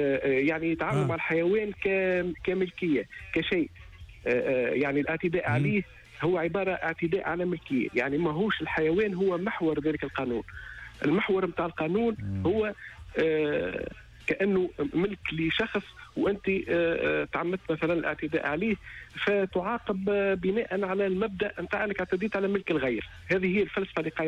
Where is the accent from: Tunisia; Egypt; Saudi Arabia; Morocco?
Tunisia